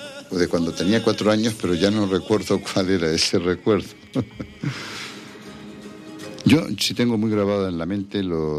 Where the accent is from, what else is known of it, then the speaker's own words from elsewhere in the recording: San Cristóbal de La Laguna, Canary Islands, Spain; also born or lived in Santa Cruz de Tenerife; Nací en La Laguna. Nací en La Laguna. Aquí pasé hasta los 15 años. Que mi familia fue a vivir a Santa Cruz por un problema de salud de mi padre. Pero siempre he estado muy vinculado a La Laguna, incluso cuando vivía en Santa Cruz.